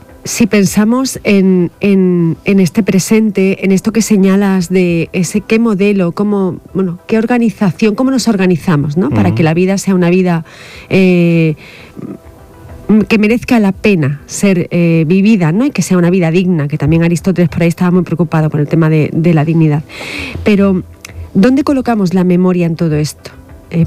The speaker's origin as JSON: {"language": "Spanish", "region": "Andalusia", "country": "Spain", "said": "y aquí a ver cómo nombro yo este apellido, que somos andaluces"}